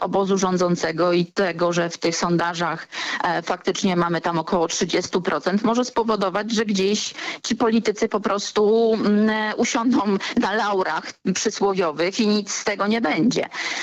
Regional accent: Kielce, Świętokrzyskie Voivodeship, Poland; ja jestem Kielczanką

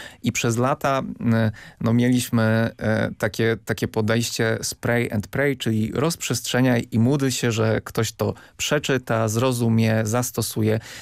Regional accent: Lublin Voivodeship, Poland; Ja pochodzę z niedużego miasta na Lubelszczyźnie i tam są siłownie na świeżym powietrzu. Moi rodzice, którzy nadal mieszkają w moim mieście, korzystają z tych siłowni

